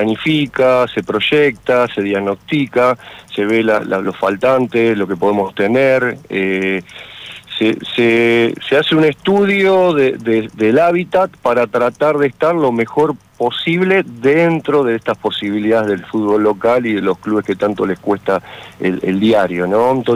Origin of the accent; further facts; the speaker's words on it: Mar del Plata, Buenos Aires Province, Argentina; Sí, yo en las mejores instituciones soy de Mar del Plata, por supuesto que esto lo hacen